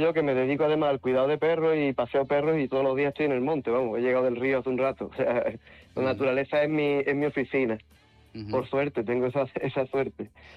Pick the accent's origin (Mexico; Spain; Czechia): Spain; San Pedro de Alcántara, Andalusia; Sí, yo soy de San Pedro de Alcántara.